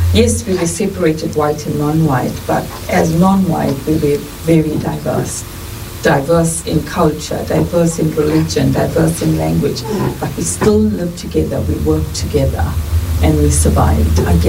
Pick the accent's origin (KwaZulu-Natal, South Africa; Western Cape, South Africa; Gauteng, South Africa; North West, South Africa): KwaZulu-Natal, South Africa; Durban; So I grew up in Durban, South Africa, during the apartheid era.